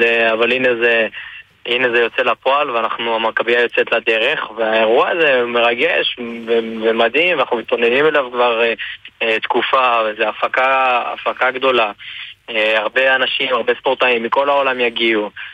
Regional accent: Northern District, Israel; אני הפצעתי לפני 11 שנים, אני מרמת הגולן, שבוע לפני הבר מצווה ונפצעתי מחשמל

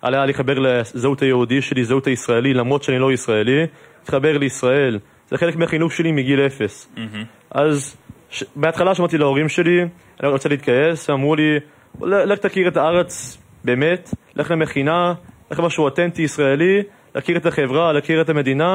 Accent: Toronto, Ontario, Canada; Hebrew is a second language; moved away as an adult; now in Israel; אין סיכוי שאני אשאר בקנדה, אז אחרי י"ב, סיימתי י"ב, עליתי לארץ

